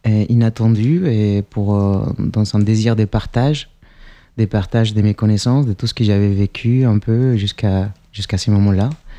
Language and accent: French; Chile; French is a second language; now in France; Oui, c'est vrai que moi, je suis étranger, donc effectivement, j'ai pu voir ça. Je viens du Chili.